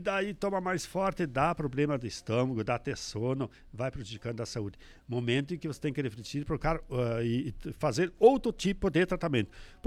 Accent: Brazil; nós se orgulhamos de ser brasileiro

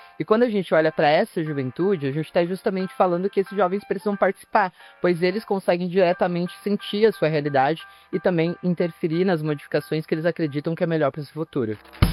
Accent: Praia Grande, São Paulo, Brazil; Sou lá da cidade de Praia Grande, onde eu comecei a atuar, assim mesmo, com política pública, né?

